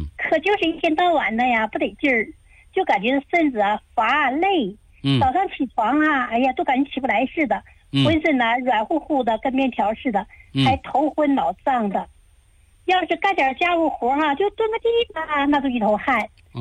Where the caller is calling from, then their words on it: Dandong, Liaoning, China; 我是丹东那边的。